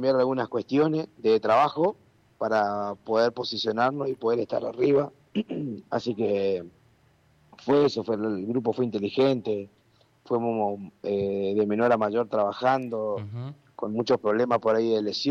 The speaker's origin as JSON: {"language": "Spanish", "area": "my province", "region": "Río Negro", "country": "Argentina", "said": "¿Todo tranquilo acá en mi provincia?"}